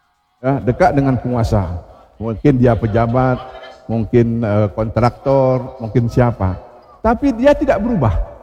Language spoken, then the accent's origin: Indonesian; Aceh, Indonesia; kita di benar meriah ini